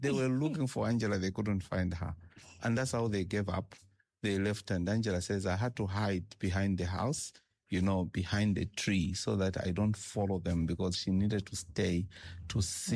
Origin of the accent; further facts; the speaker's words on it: Copperbelt, Zambia; I grew up in the Copper Belt